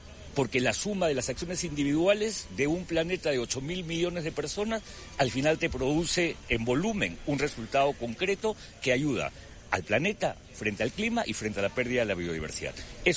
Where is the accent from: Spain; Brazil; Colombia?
Colombia; Para mí Colombia es mi tierra.